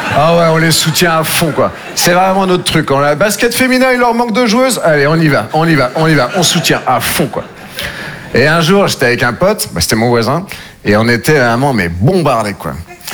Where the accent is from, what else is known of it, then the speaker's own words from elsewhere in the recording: Nouvelle-Aquitaine, France; Moi, je viens des Deux-Sèvres. Je ne sais pas si vous connaissez. Entre la Vienne et la Vendée.